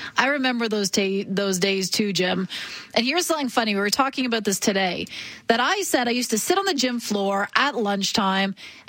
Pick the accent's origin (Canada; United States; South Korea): Canada; Ontario; now in Calgary, Canada; I'm from Ontario